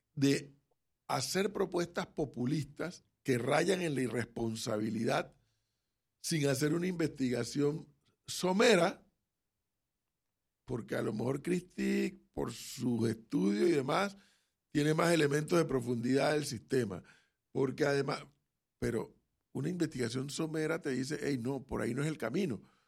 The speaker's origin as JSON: {"language": "Spanish", "country": "Panama", "said": "usted sabe cómo somos los panameños"}